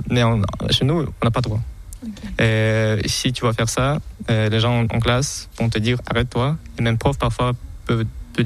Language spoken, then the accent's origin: French; Kazakhstan; French is a second language; moved away as an adult; now in Besançon, France; moi, je viens de Kazakhstan, qui est en Asie centrale, qui est aussi un pays russophone.